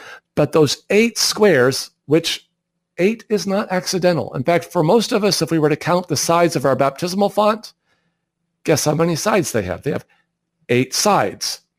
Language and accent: English; Iowa, United States; I'm from Iowa.